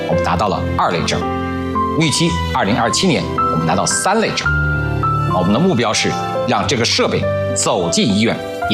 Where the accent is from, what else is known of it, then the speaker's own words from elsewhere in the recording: Hefei, Anhui, China; 因为我人生的一半以上的时间都在合肥度过，我个人认为我是个合肥人，我觉着应该为合肥做出贡献。